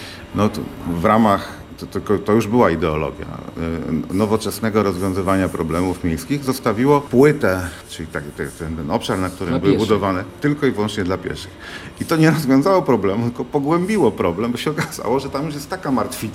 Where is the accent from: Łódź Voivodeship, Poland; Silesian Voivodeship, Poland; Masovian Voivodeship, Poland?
Łódź Voivodeship, Poland; Łódź; u nas się dzieje w Łodzi